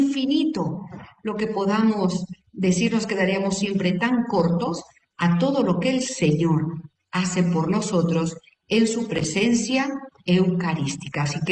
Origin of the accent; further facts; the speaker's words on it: Guadalajara, Jalisco, Mexico; hoy juega México con Corea en Guadalajara. Así que todo lo que puedan ver, mi ciudad natal, hermosa, lo más mexicano de la República, ¿no?